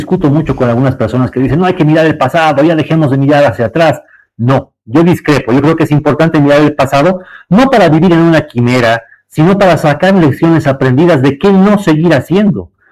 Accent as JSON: {"language": "Spanish", "country": "Bolivia", "said": "No podemos seguir como bolivianos esperando que una autoridad de turno sea la que decida si el precio sube o baja."}